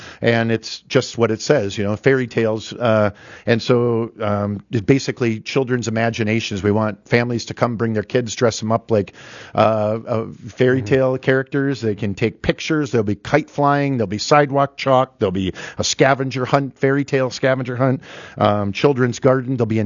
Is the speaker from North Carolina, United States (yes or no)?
no; Fargo, North Dakota, United States; Because I grew up in North Fargo, and outside of school playgrounds, you had to try to get neighborhood parks into these developments